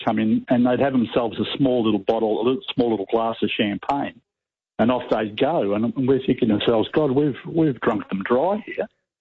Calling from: Australia; being an Australian

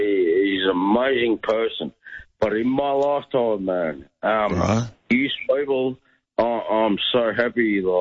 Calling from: Australia; I'm Australian as I come, man.

